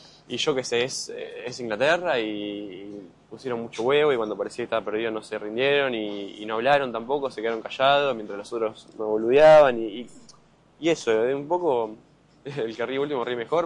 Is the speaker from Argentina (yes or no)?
yes; Argentina; de cómo nos representaron como argentinos.